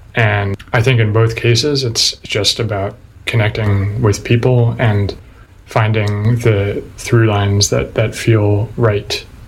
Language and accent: English; United States; I'm American